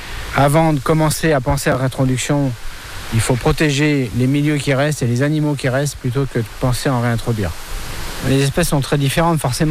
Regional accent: France; chez nous, en France

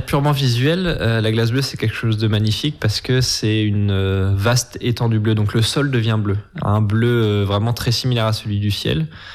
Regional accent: France; Moi, par exemple, je suis français à la base.

